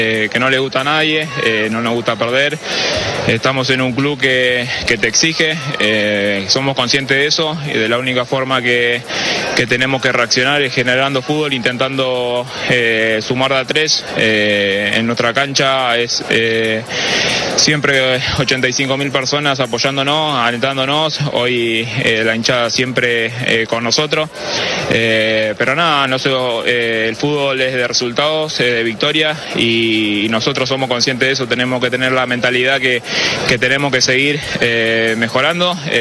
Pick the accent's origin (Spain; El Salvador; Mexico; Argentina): Argentina; soy un argentino más que va a alentar por ellos y ojalá que sigan dándonos alegría, ¿no?